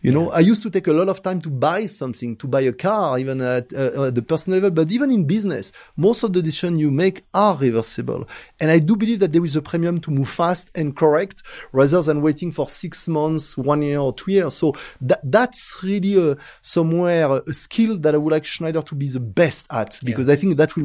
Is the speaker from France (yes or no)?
yes; France; moved away as an adult; also born or lived in China / India; I grew up in France, where you go through a very rational education, where you are taught to make decisions where you are 90% sure. And then I spent 20 years between China and India